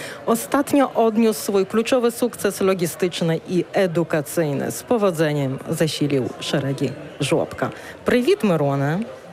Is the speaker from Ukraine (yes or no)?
yes; Ukraine; Polish is a second language; kiedy oni dowiedzą się, że ja z Ukrainy